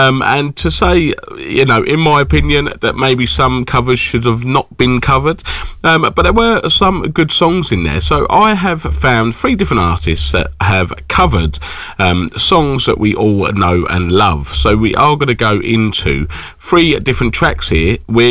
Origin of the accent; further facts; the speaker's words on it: United Kingdom; I'm typically British, right?